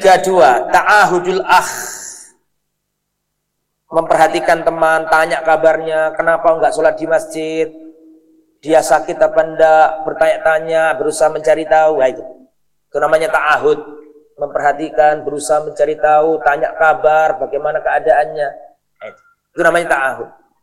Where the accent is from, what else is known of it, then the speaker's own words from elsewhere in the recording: Java, Indonesia; wong saya juga orang Jawa